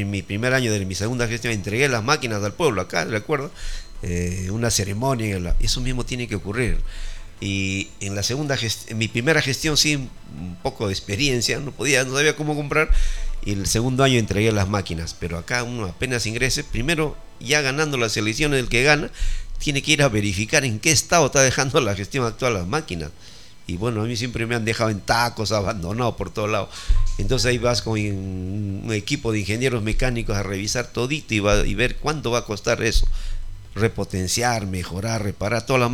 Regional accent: Mazamari, Junín, Peru; Mis padres de Santo Domingo Acobamba, yo nací acá en Mazamari, soy netamente mazamarino, crecí, ¿no?

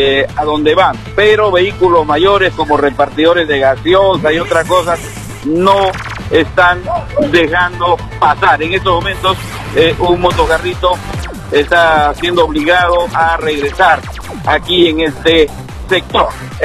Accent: Quito, Pichincha, Ecuador; yo vengo de la periferia de Quito, de Indiana, Matanzas.

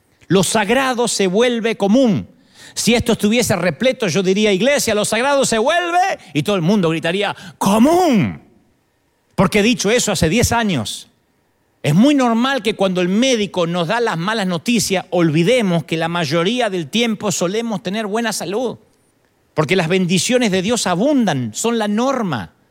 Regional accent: Argentina; now in United States; Las iglesias en Argentina, en mi país

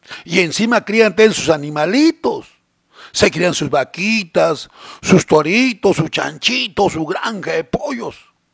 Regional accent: Tacna, Peru; Por ejemplo, en mi tierra, la provincia de Jorge Basadre.

